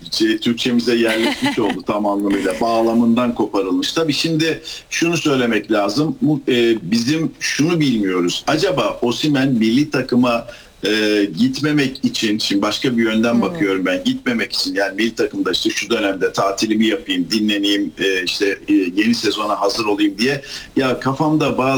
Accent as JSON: {"language": "Turkish", "region": "Giresun", "country": "Turkey", "said": "biliyorsun ben Giresunluyum, Yağlıdereliler var mesela."}